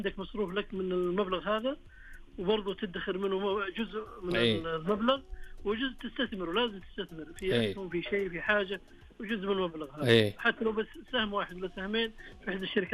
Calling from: Jeddah, Makkah Province, Saudi Arabia

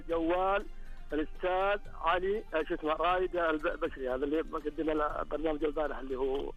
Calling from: Taif, Makkah Province, Saudi Arabia; اكلمكم من الطائف

